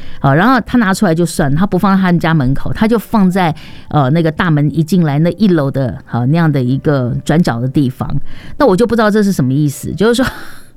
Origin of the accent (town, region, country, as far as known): Taiwan